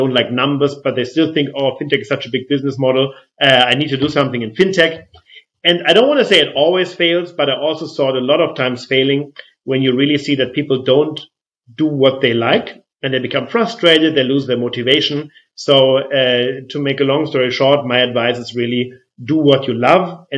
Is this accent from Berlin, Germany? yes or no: no; Flensburg, Schleswig-Holstein, Germany; I come from Flensburg, northern Germany.